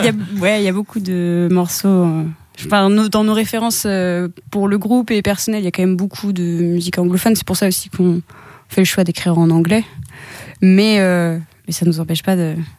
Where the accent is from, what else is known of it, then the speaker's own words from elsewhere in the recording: France; je suis française, donc forcément, d'office, dans mon chant, des fois, il y a des accents mal placés